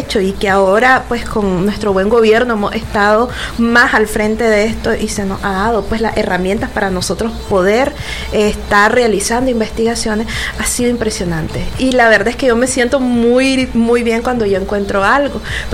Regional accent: Managua, Nicaragua; Yo soy de Managua

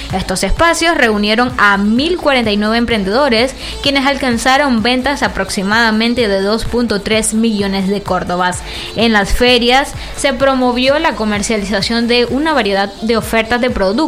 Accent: Nicaragua; Ustedes saben cómo somos los nicaragüenses

